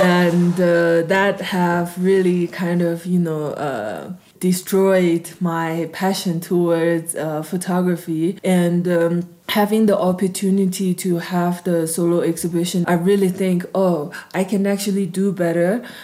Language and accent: English; Lhasa, Tibet, China; born or raised there